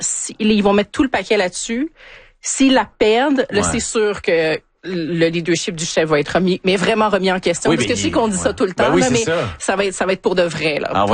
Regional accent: Quebec, Canada; parce que moi, je viens du Québec

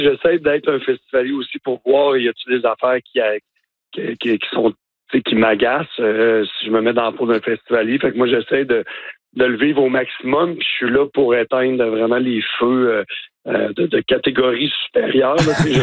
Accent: Baie-Saint-Paul, Quebec, Canada; on est born and raised, là, tu sais, on est de Baie-Saint-Paul, on connaît les gens

